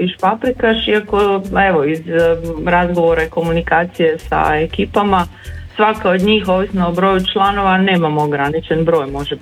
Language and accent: Croatian; Petrinja, Sisak-Moslavina County, Croatia; kod nas u Petrinji obično i biva